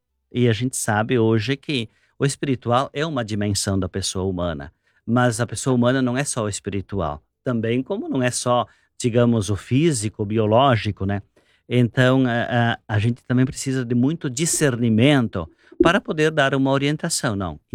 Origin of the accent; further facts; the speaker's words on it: São Jorge, Rio Grande do Sul, Brazil; quando eu era criança, em São Jorge, lugar pequeno, uma vez por ano o padre passava a dar as bênçãos nas casas.